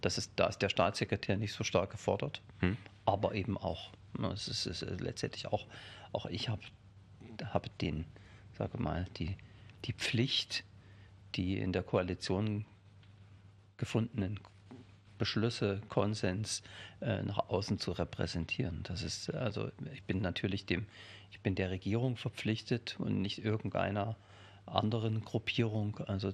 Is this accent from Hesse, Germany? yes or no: no; Hirschberg an der Saale, Thuringia, Germany; born there; Also bin gebürtiger Thüringer, bin 1965 in Hirschberg an der Saale geboren, im südöstlichsten Zipfel Thüringens, kann man sagen, genau an der Grenze zwischen Bayern, Thüringen und Sachsen.